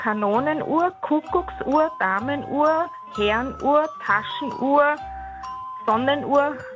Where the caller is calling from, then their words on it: Lower Austria, Austria; Ich rufe aus dem Waldviertel